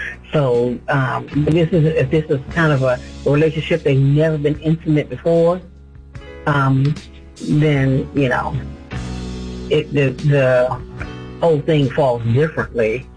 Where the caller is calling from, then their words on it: Rockville, Maryland, United States; I'm calling from Rockville, Maryland, regarding the 90-day rule.